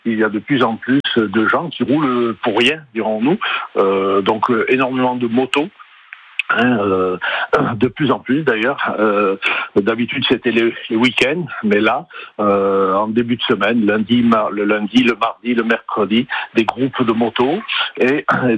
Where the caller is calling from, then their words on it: Saint-Julien-en-Vercors, Auvergne-Rhône-Alpes, France; Oui, j'habite à Saint-Julien-en-Vercors.